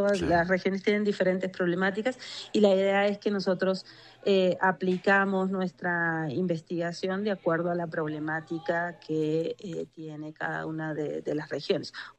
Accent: Argentina; accent: Argentine; moved away as an adult; now in Colombia; Soy argentina, pero hace 20 años que trabajo aquí en la Universidad Antonio Nariño, aquí en Colombia.

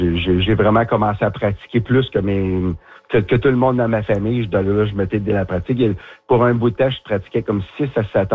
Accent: Smooth Rock Falls, Ontario, Canada; moved away as an adult; now in Ottawa, Canada; J'étais un petit gars du nord de l'Ontario, moi aussi. Je viens de Smooth Rock Falls, Ontario. Alors, pas trop loin de Sudbury. Et puis, j'ai resté là 21 ans avant de m'en venir dans le bout d'Ottawa.

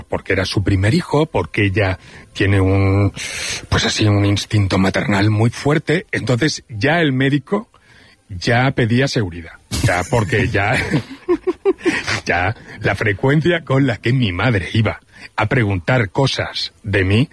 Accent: Barcelona, Catalonia, Spain; born there; nace en Barcelona, donde crecí como Heidi, en la Clínica del Pilar.

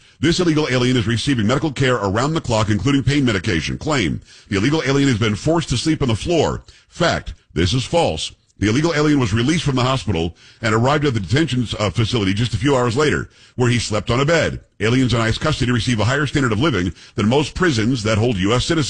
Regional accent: Florida, United States; I know a lot of people in San Antonio say Perez. I say Perez. I grew up in South Florida.

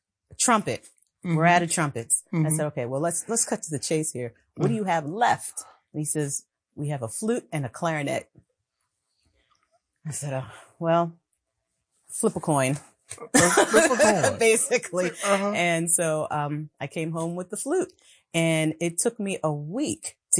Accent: Mount Vernon, New York, United States; there was a parade that went through the town where I grew up. I grew up in Mount Vernon, New York.

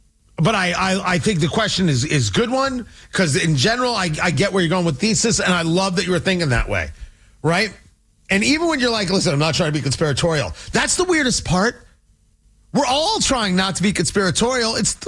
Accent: Chicago, Illinois, United States; Well, I'm from Chicago, and we don't do those things here.

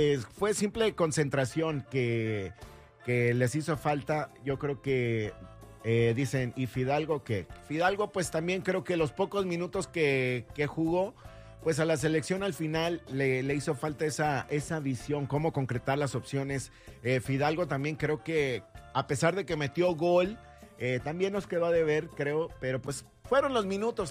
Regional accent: Mexico; nos unió nuevamente como mexicanos

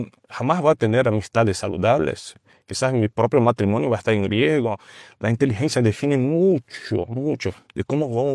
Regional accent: Brazil; Spanish is a second language; Entonces, el español no es mi lengua materna, entonces que entiendan.

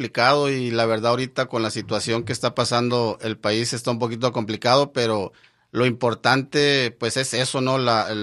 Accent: Los Mochis, Sinaloa, Mexico; now in Phoenix, United States; yo vengo de Los Mochis, Sinaloa, mi esposa es de Chihuahua.

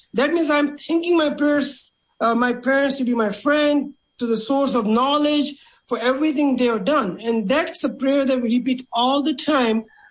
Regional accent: India; primarily when we are growing up in India, every time we did the prayers, there are two prominent prayers that we did it most of the time.

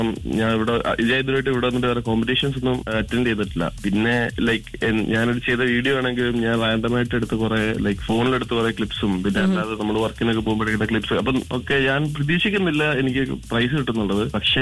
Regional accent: Kottayam, Kerala, India; moved away; നാട്ടിൽ കോട്ടയം.

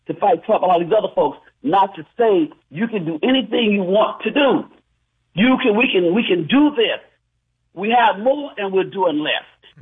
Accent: Montgomery, Alabama, United States; Well, you know, I grew up in the civil rights movement. I'm from Montgomery.

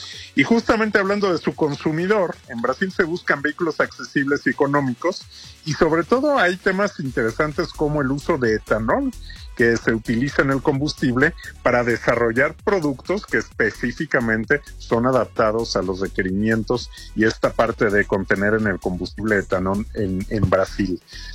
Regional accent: Mexico

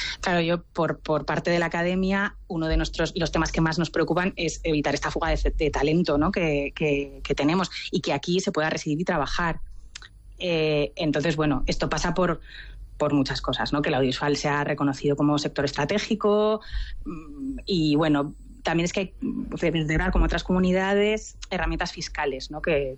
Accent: Zaragoza, Aragon, Spain; moved away as an adult; now in Madrid, Spain; Soy la única de Zaragoza, no oigo mi acento desde hace 3 meses.

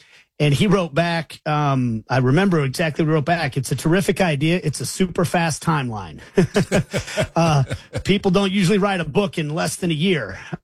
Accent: Kansas City, Kansas, United States; I've learned so much about my hometown. I've always loved Kansas City, and I'm a person who feels like I grew up in Wyandotte County.

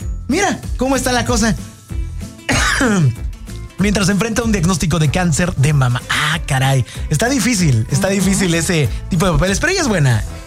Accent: Mexico; Es que también somos mexicanos, pedimos al límite.

